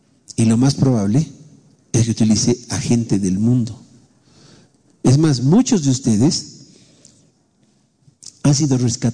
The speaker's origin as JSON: {"language": "Spanish", "country": "Bolivia", "said": "Es como nosotros, digamos, como cultura boliviana"}